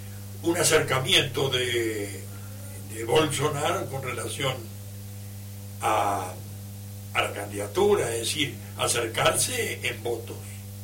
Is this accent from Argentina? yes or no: no; Uruguay